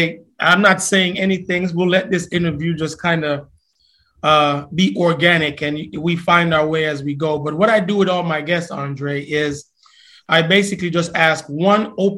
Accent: Jamaica; now in United States; But we grew up together in Jamaica

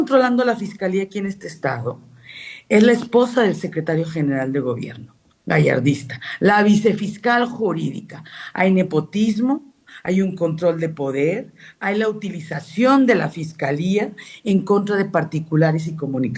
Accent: San Luis Potosí, Mexico; yo soy potosina

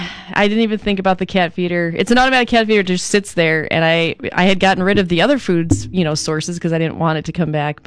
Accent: Chicago, Illinois, United States; moved away; I'm from Chicago originally, so I'm a Bears fan.

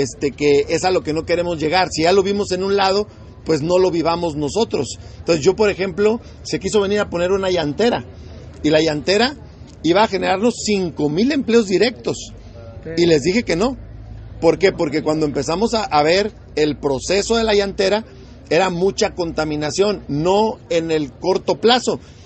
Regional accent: Durango, Mexico; yo aquí vivo. O sea, yo soy de Durango, no me pienso ir a vivir a ningún otro lugar.

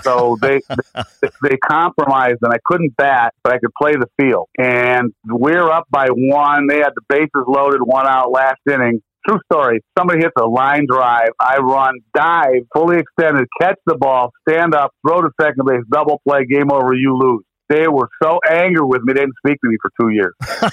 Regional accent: Cleveland, Ohio, United States; And I'm like, a kid, I'm from Cleveland.

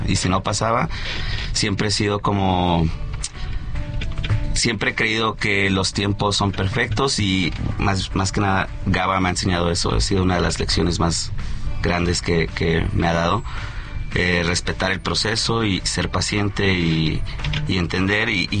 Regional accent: Mexico; moved away; yo me fui de México sin saber, y me da vergüenza, sin saber quién era Enrico Loera.

